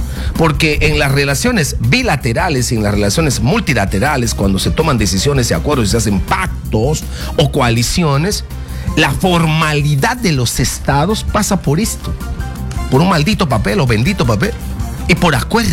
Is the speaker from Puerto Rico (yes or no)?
no; Peru